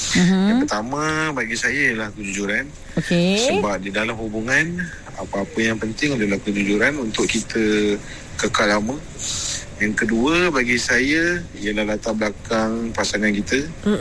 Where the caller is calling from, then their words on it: Gombak, Selangor, Malaysia; Saya daripada Gombak, Selangor.